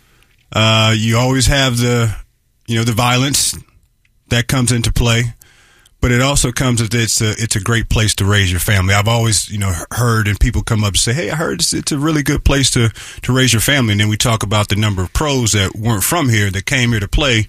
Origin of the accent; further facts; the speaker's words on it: St. Louis, Missouri, United States; I'm from St. Louis, so everywhere I go, we talk about St. Louis, and obviously I'm a basketball guy